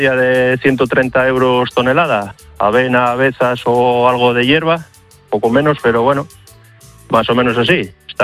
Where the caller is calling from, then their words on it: Las Regueras, Asturias, Spain; En el pueblo de Otero, concejo Las Regueras, aquí en el centro de Asturias.